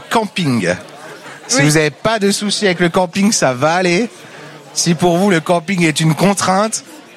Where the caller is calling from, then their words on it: Metz, Grand Est, France; on vient de Metz.